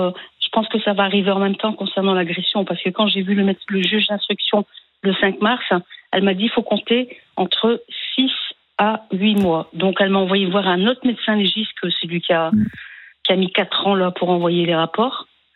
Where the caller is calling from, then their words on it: Marcq-en-Barœul, Hauts-de-France, France; J'habite à Marc-en-Barœul, c'est à côté de Lille.